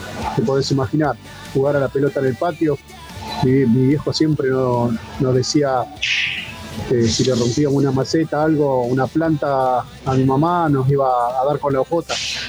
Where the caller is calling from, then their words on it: Gregorio de Laferrere, Buenos Aires Province, Argentina; de La Ferrer y bueno, te quería contar que éramos cuatro hermanos